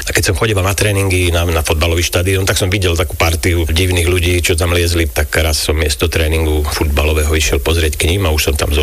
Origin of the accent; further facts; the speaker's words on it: Poprad, Prešov Region, Slovakia; Už narodil som sa ja v Poprade, alebo teda pod Tatrami, a som tu celý život